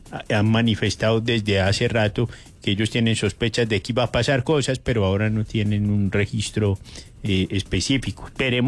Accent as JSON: {"language": "Spanish", "country": "Colombia", "said": "como colombianos que queremos una Colombia mejor"}